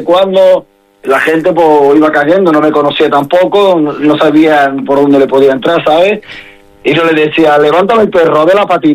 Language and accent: Spanish; Melilla, Spain; accent: Melillense; yo creo que nuestro acento melillense a la hora de hablar, no sé, me resulta mucho más gracioso que los demás, no porque sea de Melilla, sino porque es una mezcla